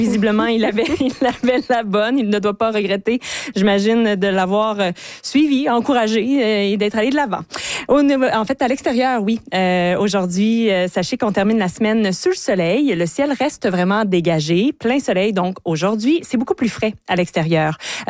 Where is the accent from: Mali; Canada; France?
Canada; Quebec; chez nous au Québec